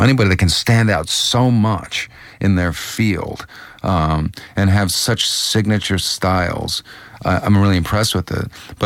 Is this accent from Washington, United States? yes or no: yes; Seattle, Washington, United States; You know, I grew up in Seattle, and every guitar player wanted to be